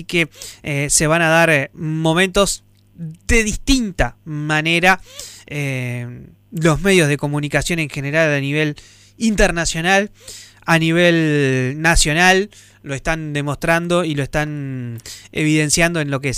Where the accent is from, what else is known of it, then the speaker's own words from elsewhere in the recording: Argentina; con nosotros como argentinos.